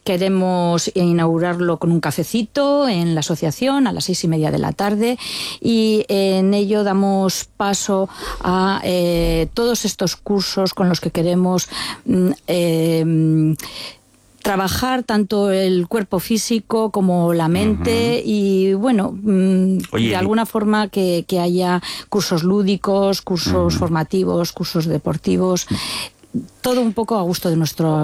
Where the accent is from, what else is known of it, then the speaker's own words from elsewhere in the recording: Spain; Bueno, ya sabes, somos españoles.